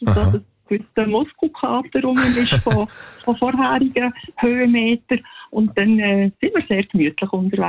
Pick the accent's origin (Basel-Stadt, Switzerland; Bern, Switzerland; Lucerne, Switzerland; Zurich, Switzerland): Lucerne, Switzerland; Ja, mein Musikwunsch ist von … weil wir sind Luzerner und … sind Luzerner.